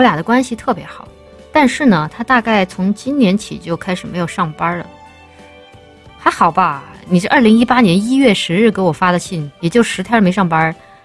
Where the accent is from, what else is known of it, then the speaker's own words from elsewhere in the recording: Guangdong, China; born there; moved away; 我小时候住在广东